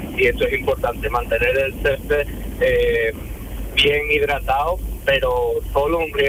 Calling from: Paradas, Andalusia, Spain; Parada, donde vivo yo.

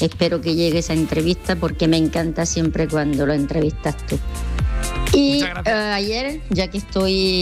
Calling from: Switzerland; desde Suiza, donde ha llegado también el verano.

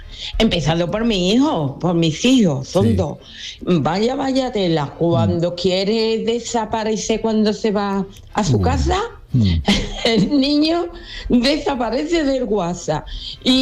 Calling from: Dos Hermanas, Andalusia, Spain; de Dos Hermanas.

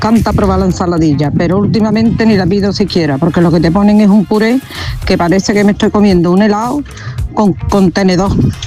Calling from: El Puerto de Santa María, Andalusia, Spain; Buenos días, equipo, desde el puerto de Santa María.

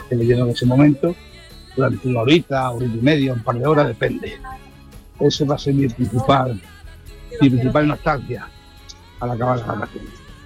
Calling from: Barbate, Andalusia, Spain; Vale. Bueno … llamo de Barbate, vivo con dos hermanas, a la cual regreso el próximo lunes 31.

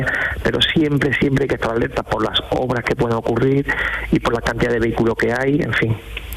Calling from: Dos Hermanas, Andalusia, Spain; A ver, de Dos Hermanas, Sevilla.

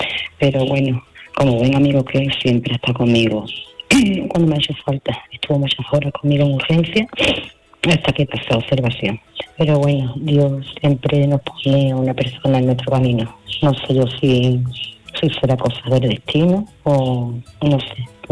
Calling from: Seville, Andalusia, Spain; Hola, Manolo … de Sevilla.

